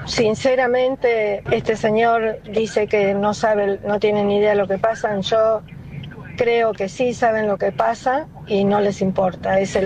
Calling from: Buenos Aires, Argentina; de Villa del Parque.

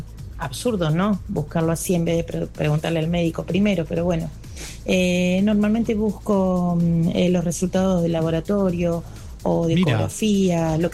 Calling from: Santa Fe, Argentina; de Santa Fe

